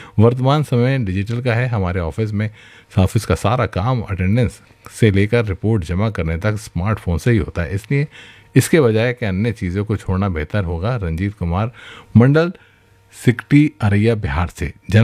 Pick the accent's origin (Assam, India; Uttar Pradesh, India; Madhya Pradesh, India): Uttar Pradesh, India; Ghaziabad; मैं गाज़ियाबाद से हूँ।